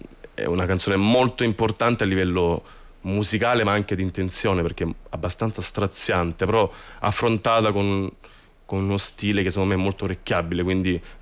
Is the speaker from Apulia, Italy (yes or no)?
yes; Apulia, Italy; essendo salentini